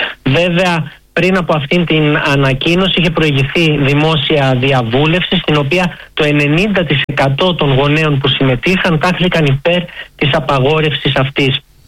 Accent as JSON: {"language": "Greek", "region": "Crete", "country": "Greece", "moved": "yes", "lives_now": "London, United Kingdom", "said": "είμαι από Κρήτη"}